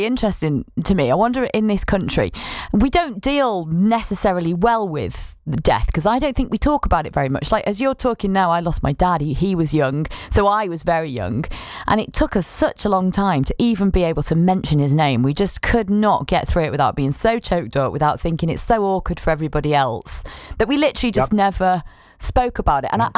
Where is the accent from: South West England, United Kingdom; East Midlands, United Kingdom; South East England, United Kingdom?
East Midlands, United Kingdom; Nottingham; accent: Nottingham; Oh, you've got my accent pretty right there, Larry.